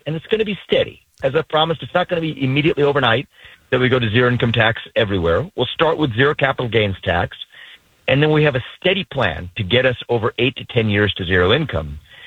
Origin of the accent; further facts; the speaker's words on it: Cincinnati, Ohio, United States; now in Columbus, United States; I grew up in Cincinnati, you have them in Columbus where I live now